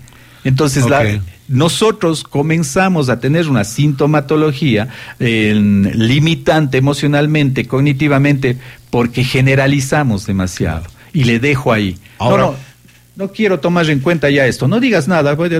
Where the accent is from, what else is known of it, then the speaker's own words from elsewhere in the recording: Ecuador; yo soy ecuatoriano